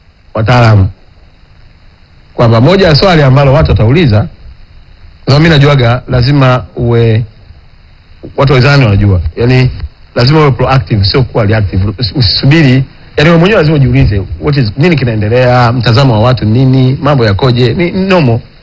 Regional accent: Tanzania

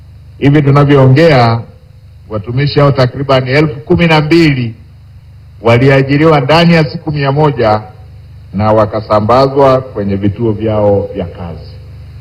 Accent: Mara, Tanzania; nyumbani kwetu kule Iramba ya Mara

